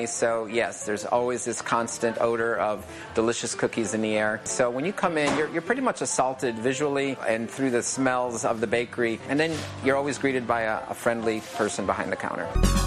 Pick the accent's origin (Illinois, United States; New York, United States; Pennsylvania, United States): New York, United States; Rochester; I'm from Rochester, New York. Grew up there.